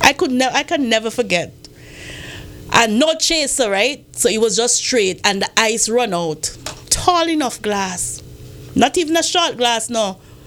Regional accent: Montserrat; That was the fun growing up in Montserrat for Christmas.

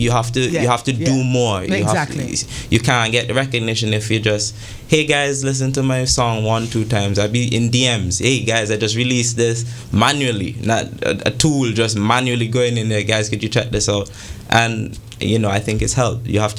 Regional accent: Antigua & Barbuda; growing up in Antigua

